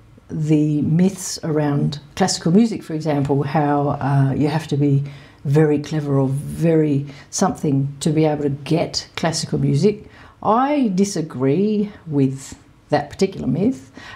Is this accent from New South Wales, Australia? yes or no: no; Alice Springs, Northern Territory, Australia; I'm from Alice Springs.